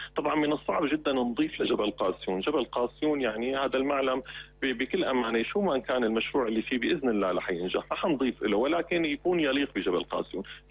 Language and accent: Arabic; Syria; بالنسبة لنا يعني كسوريين